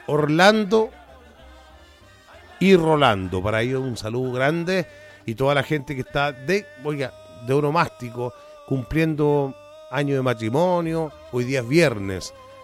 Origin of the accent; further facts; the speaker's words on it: Chile; Y somos chilenos y somos guasos también. Vivimos en una zona corralera, ¿no?